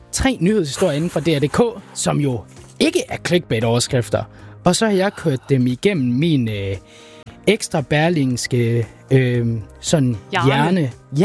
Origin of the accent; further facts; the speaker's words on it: Central Denmark Region, Denmark; Vi skal faktisk til min hjemmeegn, mere bestemt 6 km fra, hvor jeg voksede op.